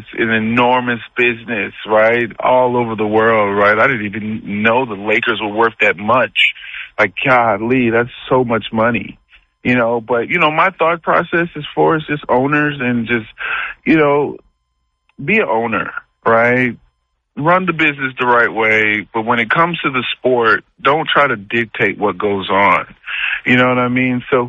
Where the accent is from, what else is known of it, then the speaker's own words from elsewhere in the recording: Boston, Massachusetts, United States; I'm a Boston fan. I'm from Boston. I'm from Dorchester. I'm from Mattapan.